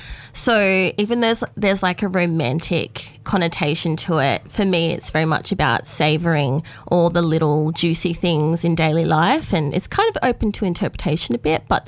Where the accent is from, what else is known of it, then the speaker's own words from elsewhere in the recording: Grafton, New South Wales, Australia; also born or lived in Sydney / Gold Coast; now in Lismore, Australia; Yeah, so I was born and raised in Grafton. Moved to Sydney for a bit for uni, but then I've stayed in between the Gold Coast and now I'm based in Lismore.